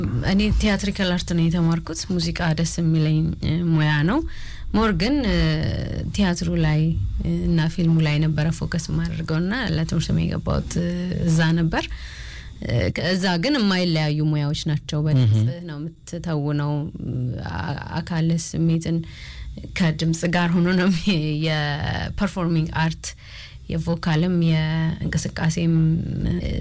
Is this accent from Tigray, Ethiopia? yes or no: no; Oromia, Ethiopia; now in Addis Ababa, Ethiopia; ተወልጄ ያደኩት ባሌ ነው፣ ባሌ ክፍለ ሀገር። ከዛ ወደ አዲስ አበባ ለትምህርት ነው የመጣሁት።